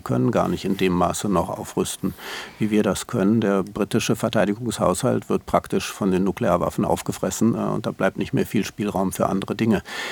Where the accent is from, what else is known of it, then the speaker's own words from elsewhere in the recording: Germany; für uns als Deutsche